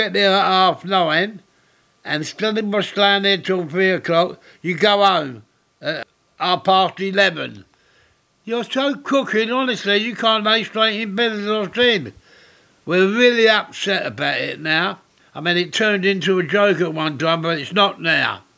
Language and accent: English; London, United Kingdom; born there; I was born, I'm 81, I was born in Deptford 81 years ago.